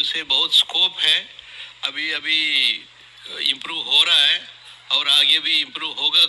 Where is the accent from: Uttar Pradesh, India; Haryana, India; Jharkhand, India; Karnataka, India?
Karnataka, India; Bengaluru; बेंगलुरु से आया हूँ।